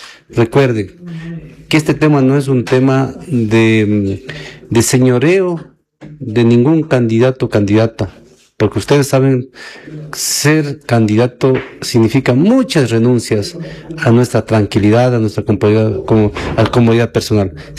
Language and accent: Spanish; Bolívar, Ecuador; como bolivarense que soy.